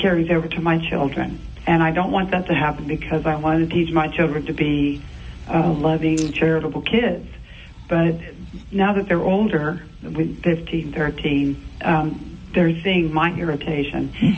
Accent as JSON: {"language": "English", "town": "Walton", "region": "Kentucky", "country": "United States", "said": "I'm from Walton, Kentucky."}